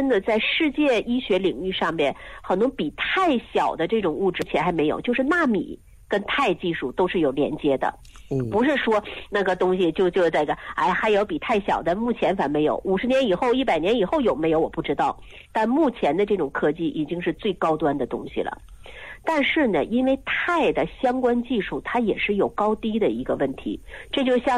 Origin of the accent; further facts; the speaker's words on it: Northeast China, China; moved away; 我们老家就长白山脉